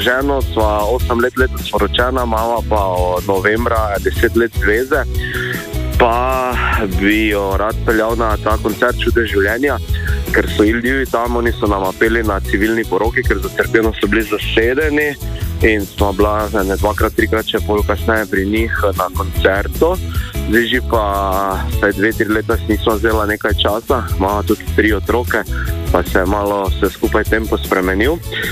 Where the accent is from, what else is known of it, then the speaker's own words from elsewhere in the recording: Maribor, Drava, Slovenia; Jaz sem iz Maribora.